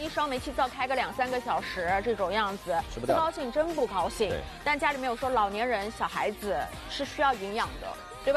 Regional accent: Shanghai, China; 中午的话，你想我们上海人习惯吃一些冷面、冷馄饨的，对吧？

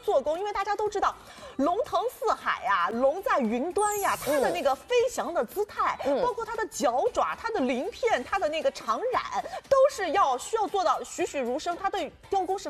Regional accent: China; 我们中国人

